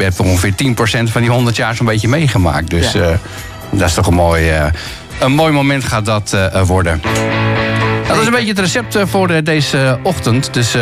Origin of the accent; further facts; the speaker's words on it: Castricum, North Holland, Netherlands; born there; moved away as an adult; now in Heemskerk, Netherlands; Ik heb vanaf 1982 heb ik in Castricum gewoond. Tot ongeveer mijn 28ste en toen verhuisd naar Heemskerk.